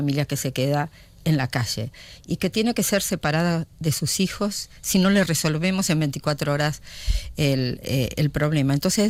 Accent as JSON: {"language": "Spanish", "country": "Argentina", "said": "porque nosotros, yo como argentina, viví cuando tenía 22 años y estaba en quinto año de medicina, la guerra de las Malvinas."}